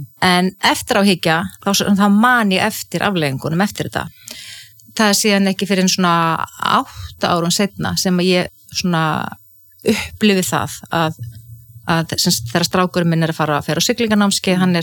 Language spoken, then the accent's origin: Icelandic; Ísafjörður, Westfjords, Iceland; já, ég óttaðist sjóin sem kannski líka tengist því að ég alveg upp á Ísafirði þar sem voru tíu sjóslis og menn drukknuðu